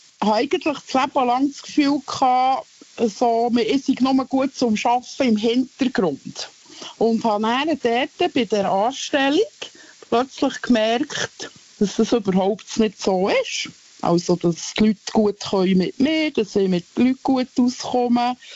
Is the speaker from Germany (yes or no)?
no; Thun, Bern, Switzerland; born there; Ich bin in Thun geboren